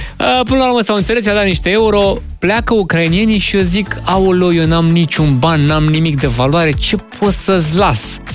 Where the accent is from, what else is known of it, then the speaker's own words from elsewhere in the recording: Romania; sunt român și am și eu beneficii în România